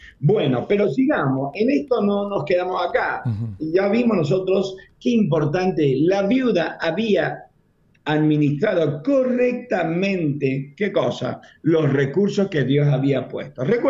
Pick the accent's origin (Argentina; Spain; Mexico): Argentina